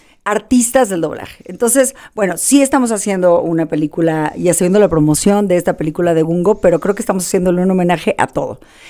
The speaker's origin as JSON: {"language": "Spanish", "town": "Irapuato", "region": "Guanajuato", "country": "Mexico", "said": "Pues vengo de Irapuato, ¿me entiendes?"}